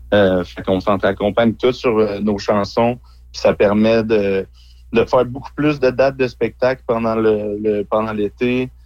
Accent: La Sarre, Quebec, Canada; on va vraiment dans ma ville natale, tu sais, à la Sarre, fait que de leur montrer ma maison où j'ai grandi

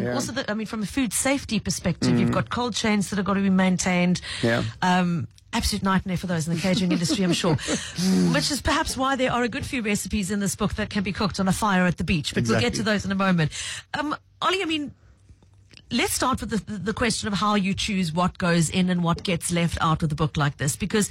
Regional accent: Durban, KwaZulu-Natal, South Africa; I'm from Durban.

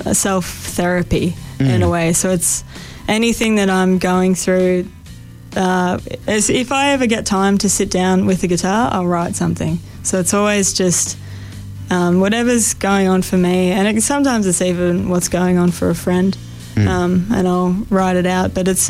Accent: Grafton, New South Wales, Australia; Yeah, so I grew up in Grafton.

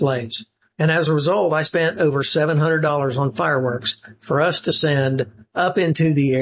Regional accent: United States; moved away; But I'm originally from mainland USA.

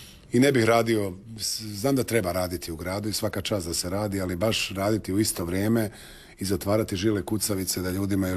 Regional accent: Zagreb, Zagreb County, Croatia; ne, ja sam Zagrepčanin, ti si purger.

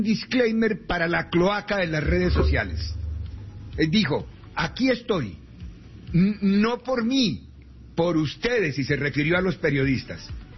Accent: Argentina

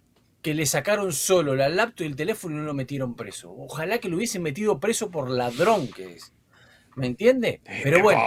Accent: Argentina; moved away

